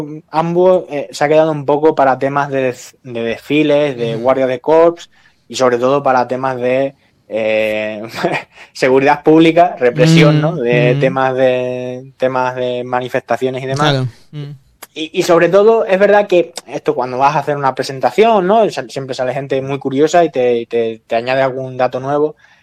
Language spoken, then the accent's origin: Spanish; Cáceres, Extremadura, Spain; en mi tierra, que en Cáceres, es que es muy normal ver a gente montando a caballo